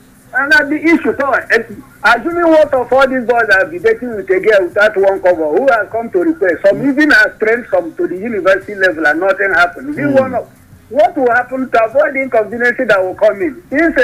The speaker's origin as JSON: {"language": "English", "town": "Douala", "region": "Littoral", "country": "Cameroon", "said": "Good morning, guys. … from Douala."}